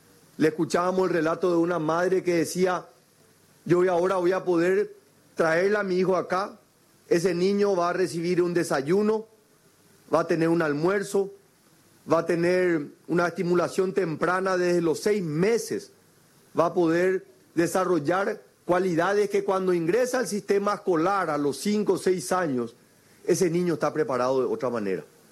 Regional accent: Paraguay; somos orgullosamente paraguayos.

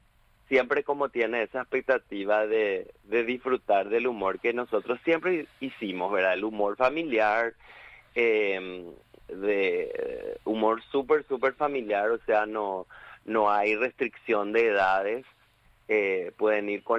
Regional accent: Paraguay; como paraguayos que somos, productos 100% nacional, porque todos los actores que estamos en escena somos 100% paraguayos de barrio

